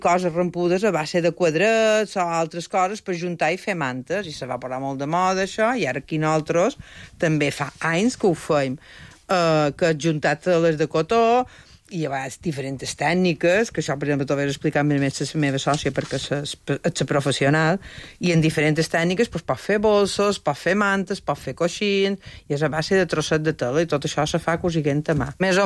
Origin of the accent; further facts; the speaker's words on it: Balearic Islands, Spain; En sóc un mallorquí, la veritat que de cada pin menys.